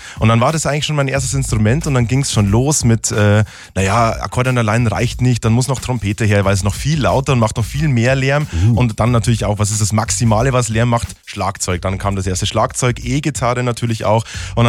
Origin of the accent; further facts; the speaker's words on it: Mitterteich, Bavaria, Germany; also born or lived in Tirschenreuth; Naja, ich glaube gebürtig in Tirschenreuth, aber aufgewachsen natürlich in Mitterteich, genau. Und nicht mein ganzes Leben lang in Mitterteich gewesen, aber wieder da gelandet.